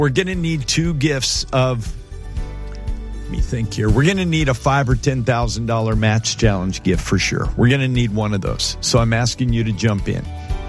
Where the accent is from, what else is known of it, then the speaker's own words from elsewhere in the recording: Homer, Alaska, United States; born there; Lucinda, I was born in Homer, Alaska.